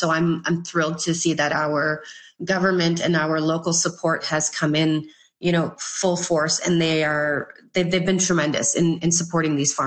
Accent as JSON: {"language": "English", "country": "Canada", "said": "it's just because we're Canadian and we just kind of sit back"}